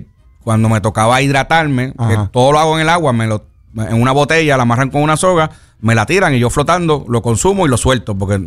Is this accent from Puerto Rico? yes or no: yes; Puerto Rico; Yo soy el deportista puertorriqueño con más récord Guinness.